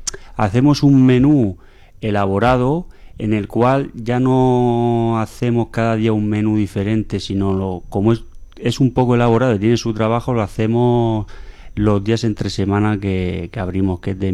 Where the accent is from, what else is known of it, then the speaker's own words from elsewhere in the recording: Benejúzar, Valencian Community, Spain; yo soy de Benejúzar